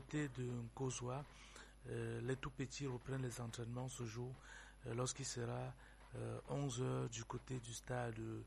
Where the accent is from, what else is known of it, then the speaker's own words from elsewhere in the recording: Cameroon; je suis un Camerounais